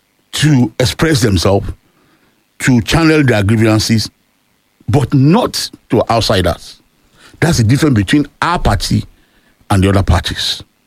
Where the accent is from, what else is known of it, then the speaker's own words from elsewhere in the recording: Lagos, Nigeria; also born or lived in Ibadan; I was born and bred in Lagos, but my father had a culture. I'm his firstborn, so he usually bring me to Ibadan for my long vacation.